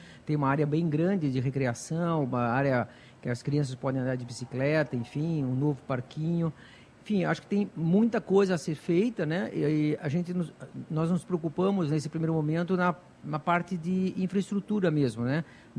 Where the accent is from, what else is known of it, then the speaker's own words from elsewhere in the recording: Curitiba, Paraná, Brazil; now in Joinville, Brazil; eu vim para Joinville, vim de Curitiba para Joinville, moro aqui já há algum tempo